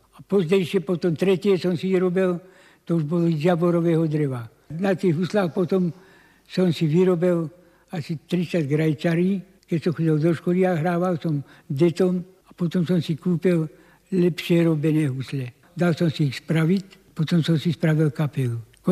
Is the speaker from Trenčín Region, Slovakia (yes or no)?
yes; Myjava, Trenčín Region, Slovakia; U nás na Myjave, keď som chodil do školy prvý rok